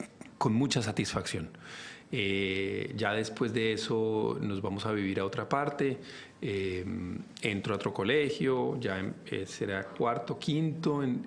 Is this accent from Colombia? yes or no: yes; Colombia; born there; Yo nací en Colombia, mi mamá se muda para Estados Unidos y nos quedamos nosotros en Colombia. En ese momento ya ahí dejé de creer en Dios.